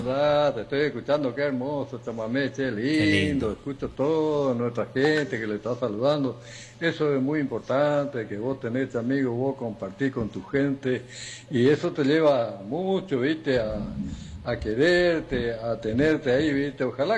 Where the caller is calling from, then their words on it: Argentina; Hablo de los argentinos porque yo soy argentino, viste, y estamos en la Argentina.